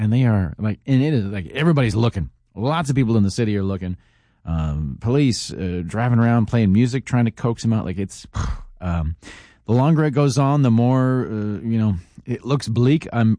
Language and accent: English; Calgary, Alberta, Canada; moved away; Like, I'm from Calgary